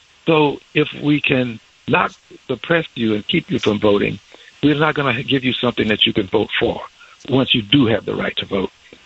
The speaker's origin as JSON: {"language": "English", "town": "New Orleans", "region": "Louisiana", "country": "United States", "tie": "born there"}